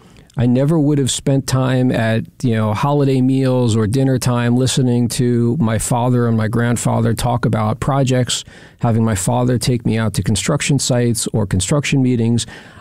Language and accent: English; New York, United States; I am born and raised on Long Island, product of the Half Hollow Hill School District.